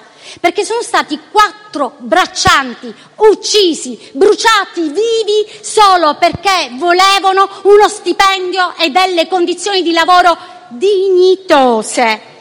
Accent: Sicily, Italy; un caso che è capitato dalle mie parti, che ho vissuto in prima persona, perché se no è a 20 chilometri dalla mia città, ma qualsiasi parlamentare qui seduto ha avuto un caso del genere, ne sono certa. Ci troviamo ad Acate, in Sicilia.

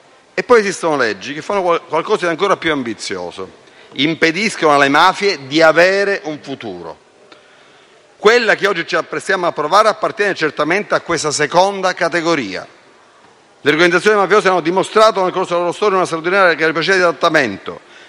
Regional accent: Palermo, Sicily, Italy; Vedete, sono palermitano, domenica, come voi ben sapete, è il 19 luglio.

